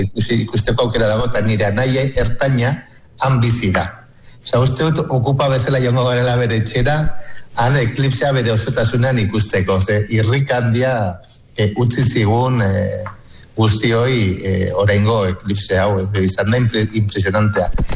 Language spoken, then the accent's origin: Basque; Barañain, Navarre, Spain; moved away as an adult; also born or lived in Biscay; Barainenen bizi dira nire gurasoak, eta ni txikitan ere anego nintzen urte asko